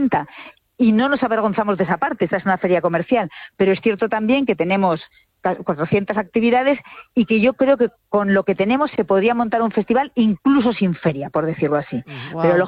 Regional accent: Zaragoza, Aragon, Spain; había un chaval de mi tierra, por cierto, de Zaragoza

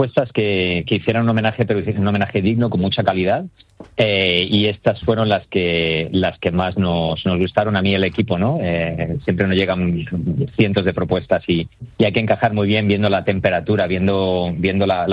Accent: Madrid, Community of Madrid, Spain; Me hace especial ilusión como madrileño, ¿no? Tener esta ciudad como un poco un lienzo, ¿no? Cuando me empecé a dirigir los veranos, me hacía mucha ilusión, porque es una ciudad que adoro, me he criado aquí.

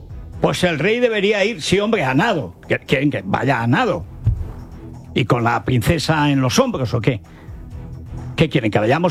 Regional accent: Teruel, Aragon, Spain; yo como soy de Teruel

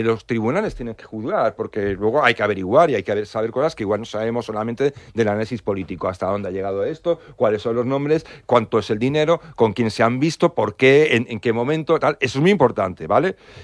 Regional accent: Spain; yo soy muy español y soy muy patriota

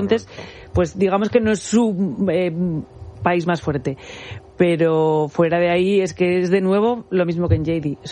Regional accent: Zaragoza, Aragon, Spain; yo recuerdo, yo que soy de Zaragoza, había una tienda que solo hacían

